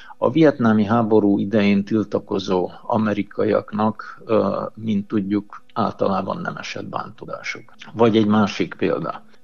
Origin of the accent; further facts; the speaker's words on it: Hungary; hát mi Magyarországról jöttünk, és véletlenül kerültünk ugyan ide